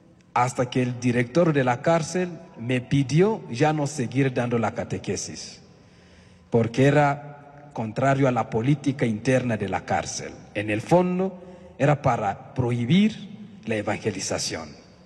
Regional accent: Bukavu, South Kivu, DR Congo; moved away; el arzobispo de Bukavu, de la arquidiócesis de donde yo vengo, la parte este del Congo.

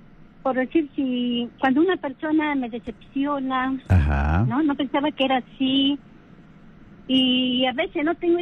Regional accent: Barranca, Lima, Peru; Bueno, padre … soy de Barranca.

